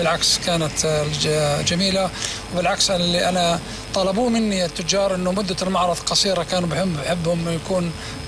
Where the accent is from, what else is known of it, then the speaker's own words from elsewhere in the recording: Jordan; moved away as an adult; now in Syria; اللي هم يترأسون القطاع الخاص عندنا بالأردن،